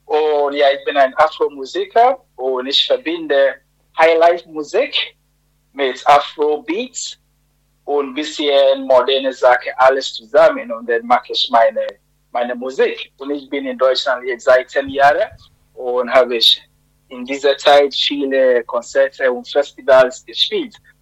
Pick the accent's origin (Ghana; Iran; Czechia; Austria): Ghana; moved away as an adult; now in Germany; Also ich komme aus Ghana und Ghana ist einer von den 54 Ländern in Afrika, in der Westseite, beziehungsweise.